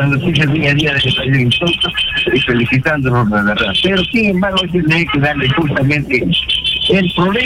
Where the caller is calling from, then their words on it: Lima, Peru; le llamo del distrito más grande de Sudamérica, San Juan de Lurigancho, señor periodista.